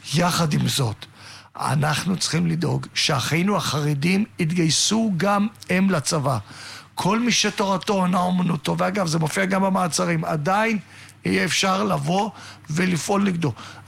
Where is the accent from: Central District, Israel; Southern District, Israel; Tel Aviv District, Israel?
Tel Aviv District, Israel; Holon; במקום שאני גדלתי, בו אני גדלתי בחולון, בשכונת תל גיבורים